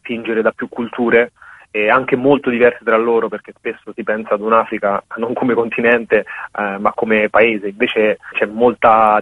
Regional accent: Rome, Lazio, Italy; born or raised there

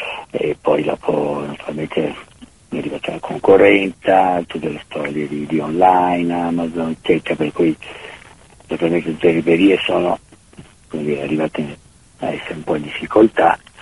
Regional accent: Venice, Veneto, Italy; Noi proveniamo da Venezia e però avevamo questa grande passione per la montagna

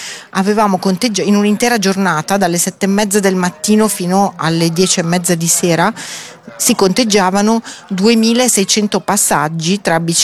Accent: Milan, Lombardy, Italy; born there; io sono nata in Bovisa

